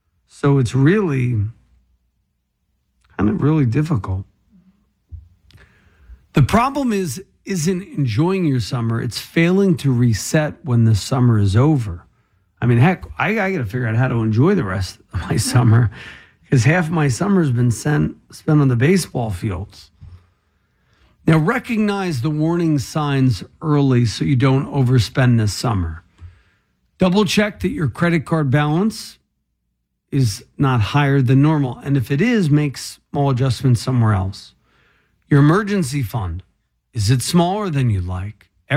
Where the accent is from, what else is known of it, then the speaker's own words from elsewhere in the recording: New Jersey, United States; I'm from Ocean County.